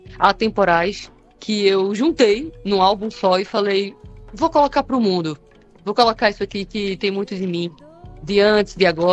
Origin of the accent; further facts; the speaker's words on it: Pernambuco, Brazil; also born or lived in Recife; Nasci em Recife e cresci em Pernambuco, né? No geral, porque eu cresci no Agreste de Pernambuco também.